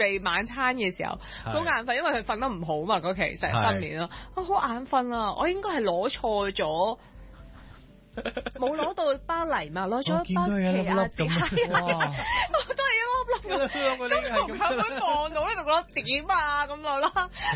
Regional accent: Hong Kong

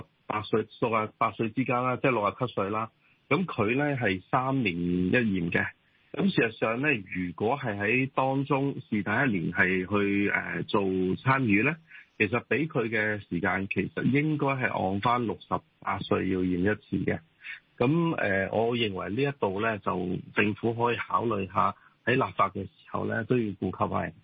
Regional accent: Hong Kong

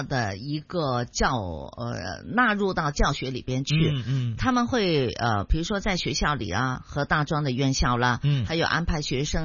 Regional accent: Chaozhou, Guangdong, China; 就是除了就是我们潮州人之外呢

